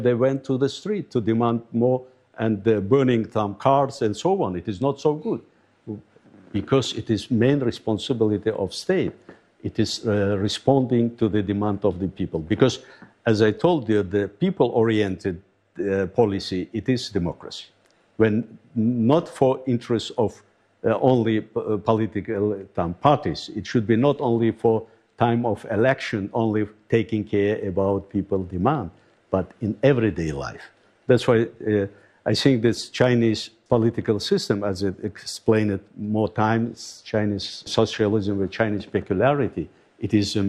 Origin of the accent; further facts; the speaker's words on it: Uzbekistan